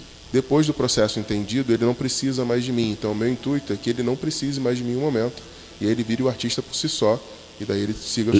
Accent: Cabo Frio, Rio de Janeiro, Brazil; Sou daqui de Cabo Frio.

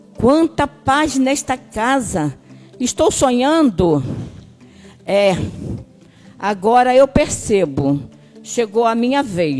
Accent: Cabo Frio, Rio de Janeiro, Brazil; born there; moved away as an adult; now in Brasília, Brazil; É, eu sou de Cabo Frio, nasci na passagem, né?

